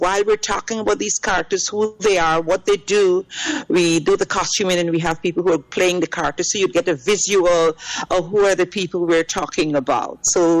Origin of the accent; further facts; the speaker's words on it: Guyana; born there; I was born in Guyana.